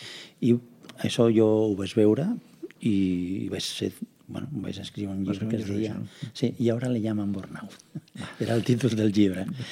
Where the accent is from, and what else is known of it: Granada, Andalusia, Spain; moved away